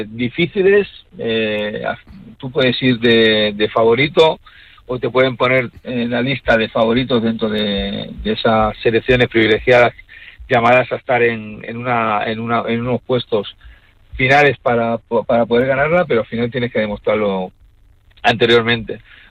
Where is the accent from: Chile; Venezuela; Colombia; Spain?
Spain; al final es una satisfacción como español que soy